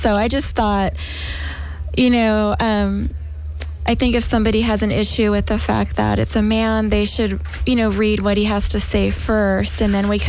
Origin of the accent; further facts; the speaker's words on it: Fullerton, California, United States; born there; also born or lived in Pennsylvania; I was born in Pennsylvania, and then my dad's work was transferred to L.A. right after the fifth grade. And then we moved to Fullerton. So that's where I grew up.